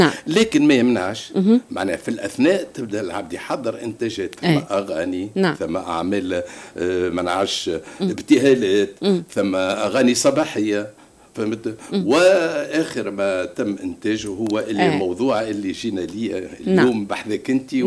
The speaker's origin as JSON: {"language": "Arabic", "town": "Kairouan", "region": "Kairouan Governorate", "country": "Tunisia", "tie": "born or raised there", "said": "لما كان عمري في 12-10 سنوات كاكا كنت عندنا في القيروان"}